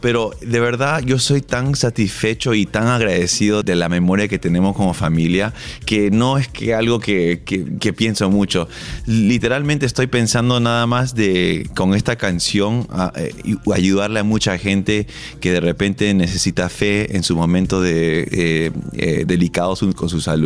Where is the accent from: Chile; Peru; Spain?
Peru; somos somos una familia peruana normal